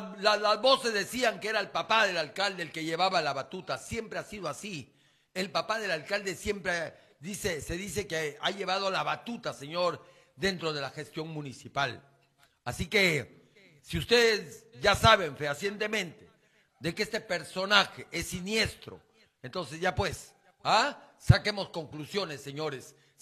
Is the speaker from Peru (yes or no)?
yes; Peru; nosotros los peruanos